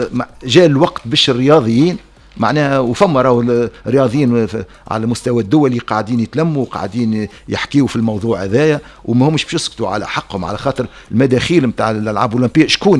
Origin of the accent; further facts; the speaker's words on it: Tunisia; احنا في تونس